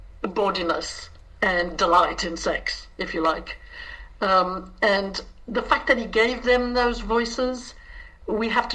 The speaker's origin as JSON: {"language": "English", "country": "South Africa", "said": "I'm South African Irish."}